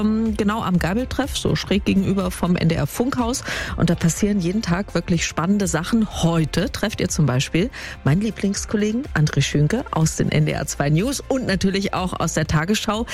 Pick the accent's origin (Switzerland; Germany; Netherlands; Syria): Germany; Hanover, Lower Saxony; ich komme ja aus Hannover.